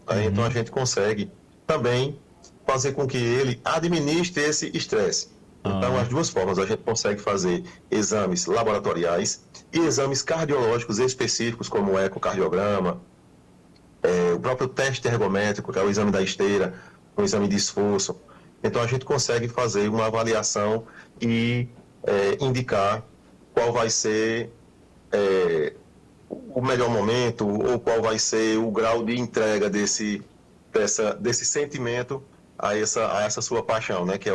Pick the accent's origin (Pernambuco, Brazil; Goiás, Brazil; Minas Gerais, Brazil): Pernambuco, Brazil; Serra Talhada; Sim, eu sou de Serra Talhada, eu sou da capital do Chachado. Então aqui o forró reina, né?